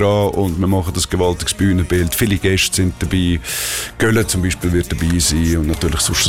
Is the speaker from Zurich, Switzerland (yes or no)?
yes; Zurich, Switzerland; Ich bin als Kind in Schwamendingen aufgewachsen. Schwamendingen ist ein Arbeiterquartier, ein Arbeiterviertel, Genossenschaftsblöcke und Wohnungen. Und das ist gerade neben dem Stadion.